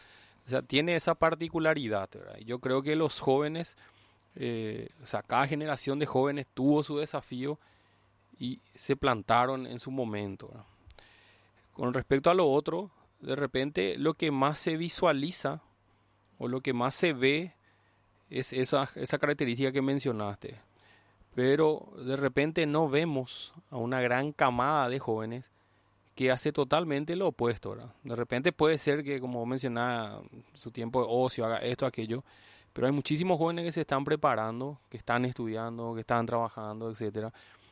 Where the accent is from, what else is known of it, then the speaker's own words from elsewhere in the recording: Paraguay; De nosotros como ciudadanos paraguayos